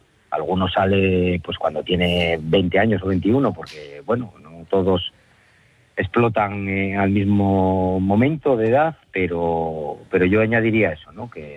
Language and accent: Spanish; Asturias, Spain; Somos asturianos